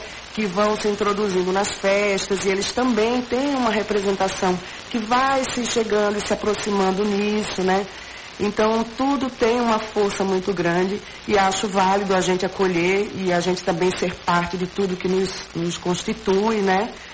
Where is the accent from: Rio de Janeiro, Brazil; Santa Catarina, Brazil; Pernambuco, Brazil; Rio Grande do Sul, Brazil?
Pernambuco, Brazil; Limoeiro; Eu sou de Limoeiro